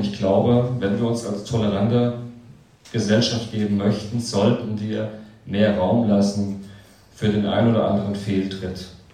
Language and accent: German; Worms, Rhineland-Palatinate, Germany; Als Inklusionsbeauftragter meiner Heimatstadt Worms kann ich euch das sagen